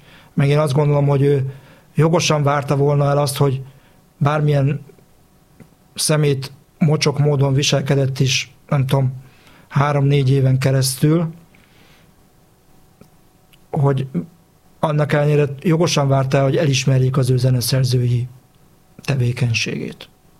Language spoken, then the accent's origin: Hungarian; Hungary; egy olyan kisvárosba is, ahol én nőttem föl